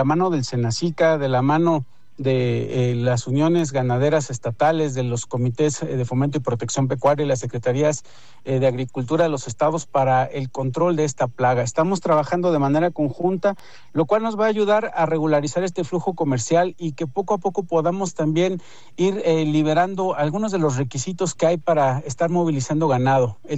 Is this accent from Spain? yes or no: no; Mexico